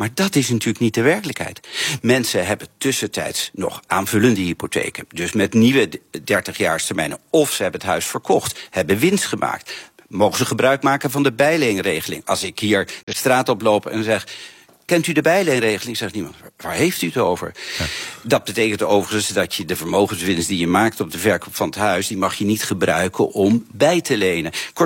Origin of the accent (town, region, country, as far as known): Netherlands